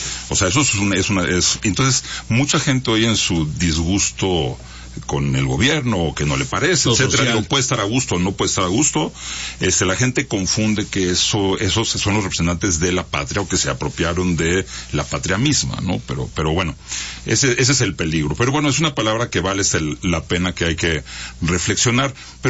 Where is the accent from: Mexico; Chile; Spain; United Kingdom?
Mexico